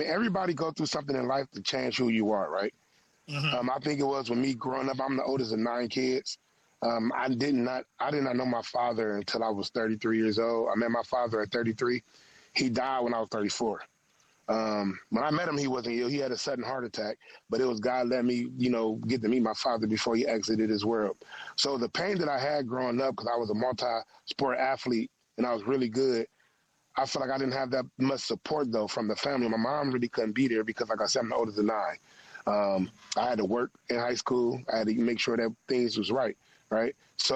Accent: Cleveland, Ohio, United States; I felt a lot of pain growing up in Cleveland, Ohio.

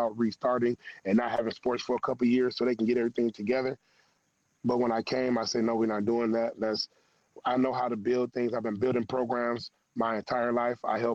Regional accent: Cleveland, Ohio, United States; I'm not from the EC community. I'm actually from Cleveland, but I would love to, you know, help this community grow

